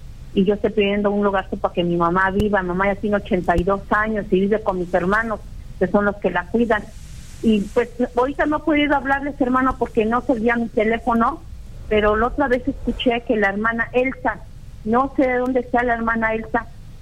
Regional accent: Puebla, Mexico; La hermana Elisa de Puebla, porque ella es la hermana Elisa, pero yo soy de Puebla.

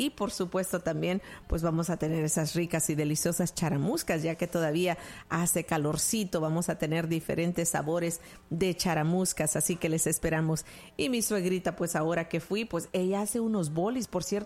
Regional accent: La Unión, El Salvador; moved away; en mi país, El Salvador, yo soy de El Salvador y sé que la mayoría lo saben que soy de la República de El Salvador, del Departamento de la Unión

